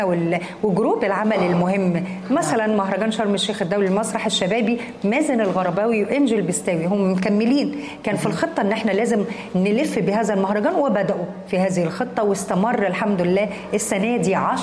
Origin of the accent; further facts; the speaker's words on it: Egypt; إني وشي مصري عربي قوي.